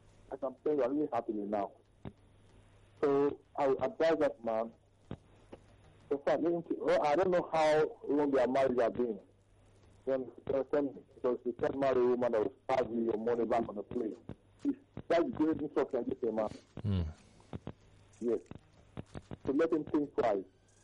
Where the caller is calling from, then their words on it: Warri, Delta, Nigeria; Like I told you, I'm from Wari, from the other state.